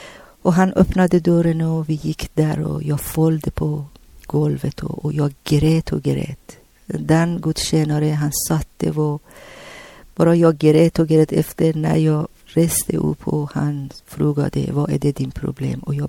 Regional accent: Tehran, Tehran Province, Iran; Swedish is a second language; moved away as an adult; now in Sweden; när jag kom från Teherankyrkan direkt, jag gick på i Vårgårda Pingstkyrkan.

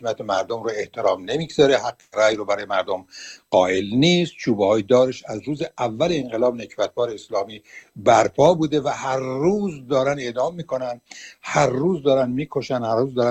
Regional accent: Iran; moved away; ما که دین نداریم، ما ایرانی ها دیگه از این اسلام چنان زده شدیم که اگرم قرار باشه گرایش دینی داشته باشیم، یا گرایش زرتشتی یا گرایش میترایی و از این چیزا، گرایش ایران باستان هست

